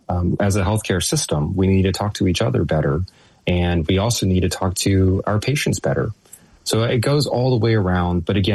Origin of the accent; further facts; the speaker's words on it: Texas, United States; I grew up in Texas playing football.